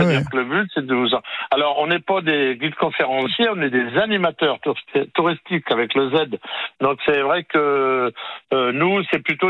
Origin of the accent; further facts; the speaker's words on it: Normandy, France; On est normand, nous.